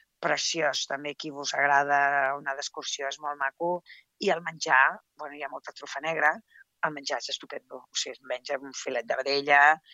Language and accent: Catalan; Tarragona, Catalonia, Spain; also born or lived in Morella; Jo soc de Tarragona, meitat de Tarragona, meitat de Morella, i Tarragona sembla una ciutat més gran, no?